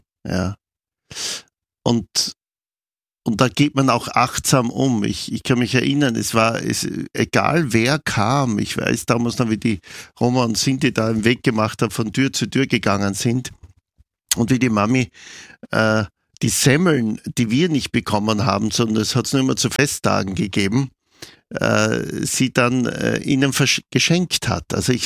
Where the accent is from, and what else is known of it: Styria, Austria; born or raised there